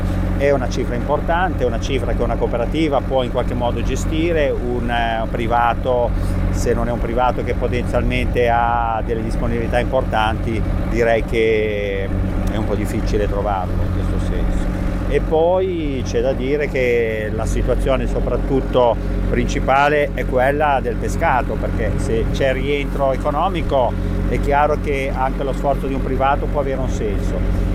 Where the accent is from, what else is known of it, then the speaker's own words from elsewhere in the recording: Camogli, Liguria, Italy; born there; Devo dire che sono nato a Camogli, ho vissuto la mia barchetta e quindi direi che la pesca ce l'ho dentro.